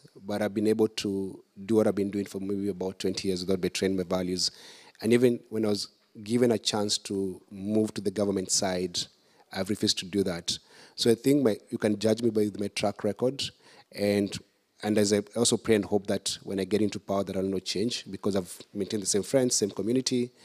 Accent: Kenya; So I'm lucky to live in Kenya and to be a Kenyan.

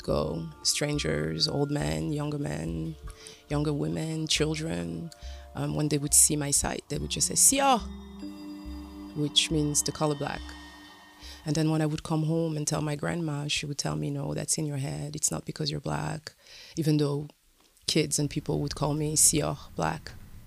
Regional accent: Tehran, Tehran Province, Iran; moved away; I have so many experiences of being singled out as being black, growing up in Tehran

